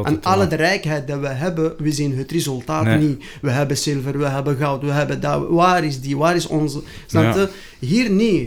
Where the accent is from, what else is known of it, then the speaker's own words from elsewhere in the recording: Morocco; Dutch is a second language; Ja, hoe moet ik zeggen, Marokko? Ik vind dat heel, especially de stad van waar ik kom, ik vind dat echt een mooie stad.